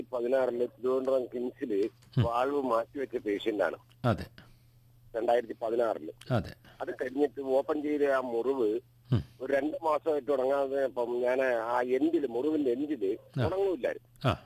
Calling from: Ernakulam, Kerala, India; അതെ, ഞാൻ എറണാകുളത്തുനിന്നാണ്.

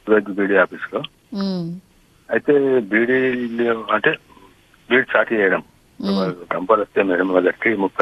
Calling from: Jaganpalli, Telangana, India; మాది నిజామాబాద్ జిల్లా జగన్పల్లి మండలం మేడం.

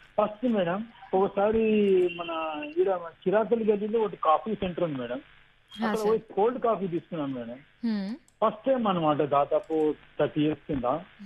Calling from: Hyderabad, Telangana, India; Hyderabad, Osman Ganj

